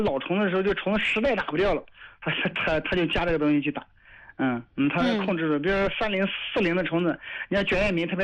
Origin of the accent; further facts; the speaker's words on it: Guzhen, Anhui, China; 因为我们淮河两岸就是我的老家，固镇这边